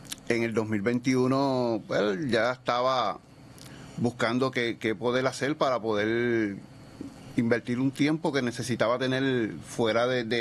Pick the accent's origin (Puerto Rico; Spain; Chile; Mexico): Puerto Rico; Sabana Seca, Toa Baja; moved away as an adult; now in Barceloneta, Puerto Rico; yo soy natural de, como mencionaste, de Sabana Seca, Toa Baja. Hace 25 años casi estoy viviendo en Barceloneta. Uh-huh. Y actualmente pues resido ahí.